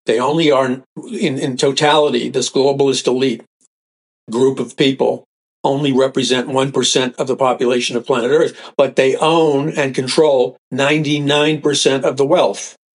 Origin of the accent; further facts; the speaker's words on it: New York City, New York, United States; I remember growing up in New York City, people talk very straight, a lot of people are turned off, but you know, I can't do anything about that. That's where I was raised.